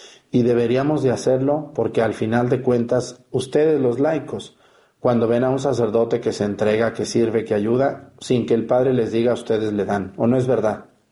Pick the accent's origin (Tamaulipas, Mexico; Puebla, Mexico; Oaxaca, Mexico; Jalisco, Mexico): Jalisco, Mexico; Mexticacán; moved away